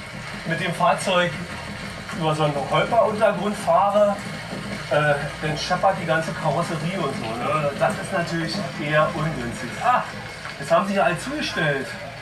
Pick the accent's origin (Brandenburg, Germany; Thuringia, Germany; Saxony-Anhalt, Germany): Brandenburg, Germany; Brandenburg an der Havel; Ja, ich komme ja aus Brandenburg, der Stadt im Land.